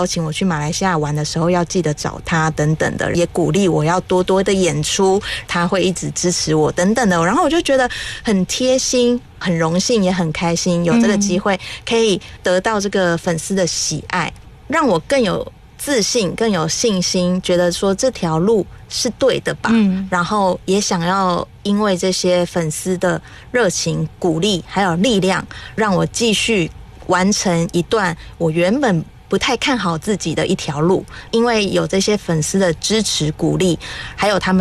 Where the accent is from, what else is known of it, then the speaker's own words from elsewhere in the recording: Taiwan; accent: Taiwanese accent; 听到我的台湾腔以后就说